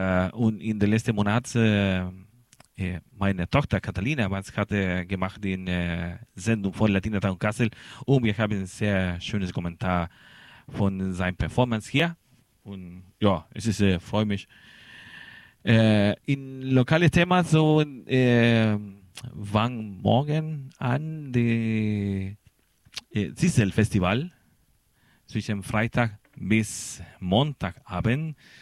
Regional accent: Chile; German is a second language; now in Germany; Ja, die Completo bei uns in Chile ist wie hier die Bratwurst.

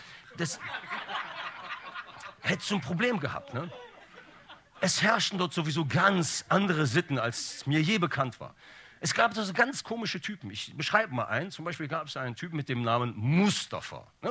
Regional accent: Bonn, North Rhine-Westphalia, Germany; also born or lived in Bielefeld; ich bin in Bonn-Tannenbusch aufgewachsen.

